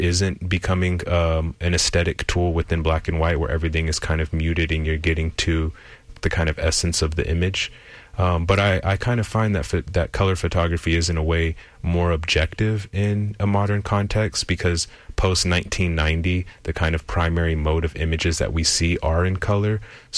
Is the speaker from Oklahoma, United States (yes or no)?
yes; Oklahoma, United States; also born or lived in Austin; so I was born here in Austin, and in the third grade, I moved to Oklahoma, which is where my mother's family is from.